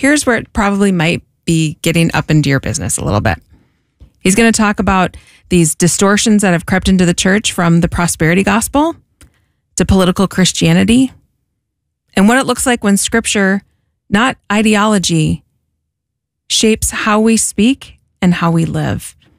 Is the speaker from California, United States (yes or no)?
no; Minnesota, United States; Actually, I say oof because I'm from Minnesota. That's what we say when something really kind of gets up in our business.